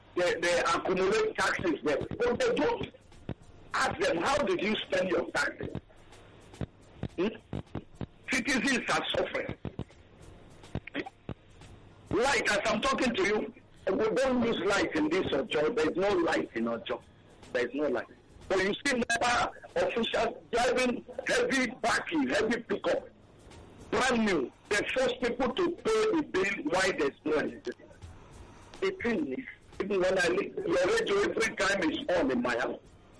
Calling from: Delta, Nigeria; I'm from Delta State

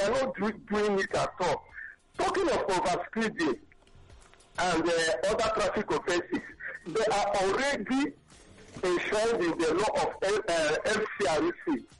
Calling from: Ada, Nigeria; I'm calling from Ada.

